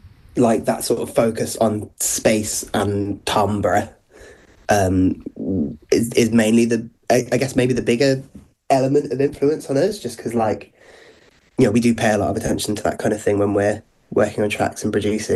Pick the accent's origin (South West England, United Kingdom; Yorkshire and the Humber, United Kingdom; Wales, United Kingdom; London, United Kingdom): South West England, United Kingdom; Bristol; that's just because we're from Bristol.